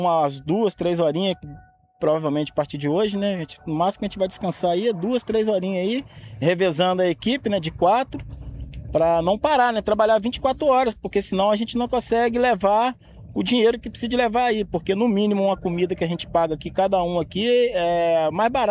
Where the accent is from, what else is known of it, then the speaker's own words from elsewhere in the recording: Bom Jesus do Itabapuana, Rio de Janeiro, Brazil; born there; also born or lived in Itaperuna; now in Juiz de Fora, Brazil; Eu sou nascido na cidade, né? Tenho orgulho de falar, de Bom Jesus do Itabapuana, né? Divisa com o Espírito Santo. E atualmente estou morando em Juiz de Fora, né? Morei em Itaperuna também